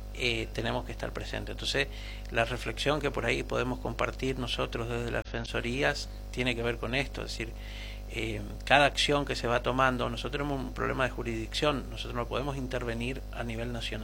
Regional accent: Argentina

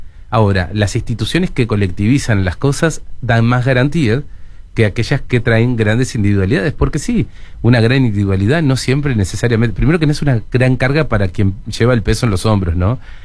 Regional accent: Uruguay

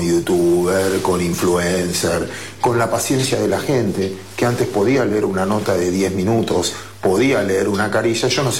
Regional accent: Mar del Plata, Buenos Aires Province, Argentina; Yo soy de Mar del Plata y soy fanático, era fanático enfermo del gráfico.

